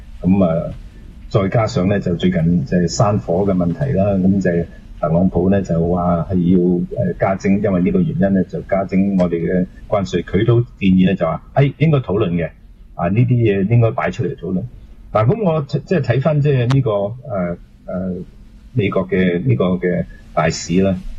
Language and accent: Cantonese; Canada